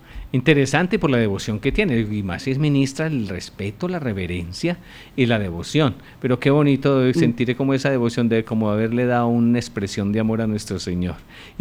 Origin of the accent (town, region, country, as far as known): Antioquia, Colombia